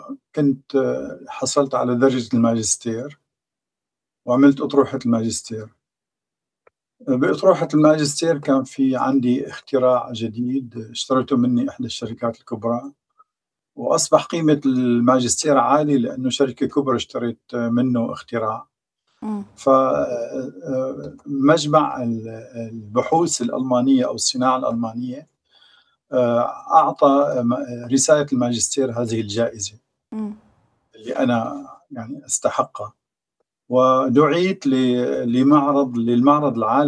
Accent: Syria; moved away as an adult; now in Germany; وأحب أني أتسلمها كسوري

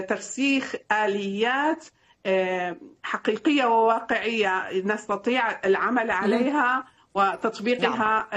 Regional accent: Syria; نعم، الحقيقة نحن كسوريين لدينا تجاربنا في مع الاستبداد لسنوات طويلة

